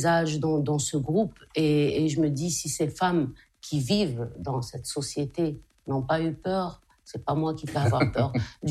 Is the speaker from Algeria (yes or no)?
yes; Algeria; moved away; C'est ce qui m'a emmenée à monter ce groupe … parce que moi j'ai quitté l'Algérie jeune.